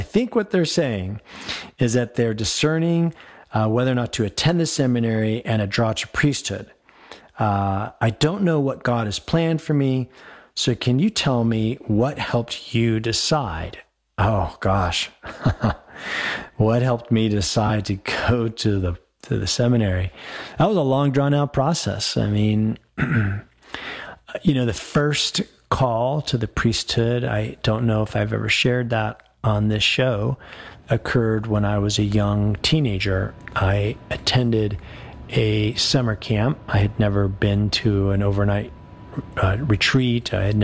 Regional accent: Colorado, United States; I grew up in Colorado.

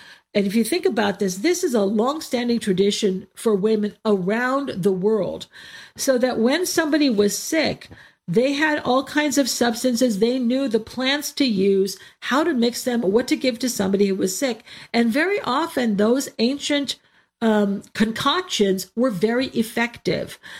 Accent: United States; I grew up in the United States.

